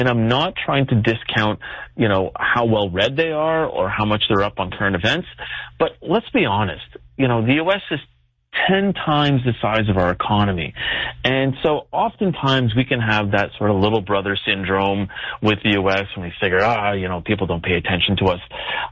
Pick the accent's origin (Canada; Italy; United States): Canada; the number of people when I say, hey, you know, I'm Canadian or whatever, I've lost track of how many people have said, we're sorry for what he's doing.